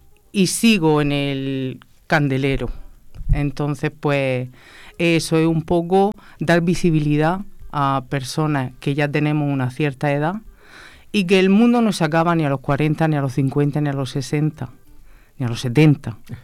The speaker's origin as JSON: {"language": "Spanish", "region": "Region of Murcia", "country": "Spain", "said": "en mi tierra, en Murcia."}